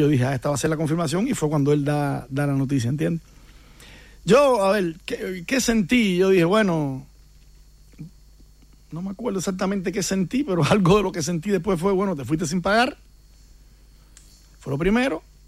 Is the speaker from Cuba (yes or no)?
yes; Villa Clara, Cuba; moved away; Díaz Canel es de mi pueblo.